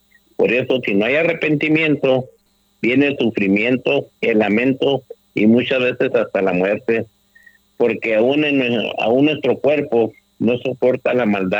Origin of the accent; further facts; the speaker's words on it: Delicias, Chihuahua, Mexico; Qué bueno que se fue a mi tierra querida, Delicias.